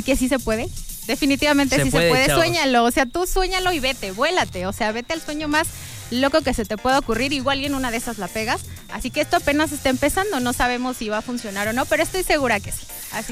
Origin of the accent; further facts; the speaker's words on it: Beristain, Puebla, Mexico; No, yo soy de Beristain, así que ojalá que la gente de aquí de Huauchinango me reciba con los brazos abiertos, así como yo, que me gusta mucho este lugar. Y pues realmente estoy muy cerca, pero sí, soy de Beristain.